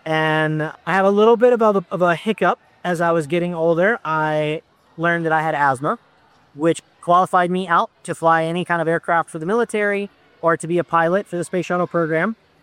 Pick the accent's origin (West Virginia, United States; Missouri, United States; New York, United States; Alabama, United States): Alabama, United States; born there; also born or lived in Miami, Florida; I was born in Miami, Florida, and grew up there until I was about 9 years old. Then we moved up to North Alabama, community about an hour and a half or so from Huntsville.